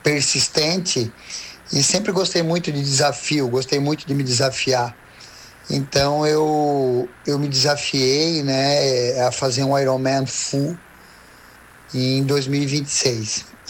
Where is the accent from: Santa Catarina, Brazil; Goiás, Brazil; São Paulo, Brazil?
Santa Catarina, Brazil; Orleans; moved away as an adult; now in Manaus, Brazil; sou natural de Orleans, mais precisamente da comunidade de Corral Falso. Morei em Orleans 39 anos e hoje resido em Manaus há 11 anos com a minha família.